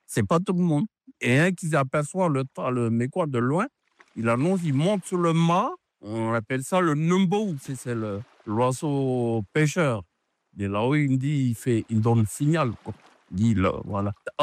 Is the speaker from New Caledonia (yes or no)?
yes; South Province, New Caledonia; je suis originaire de l'île des Pins, j'ai 77 ans.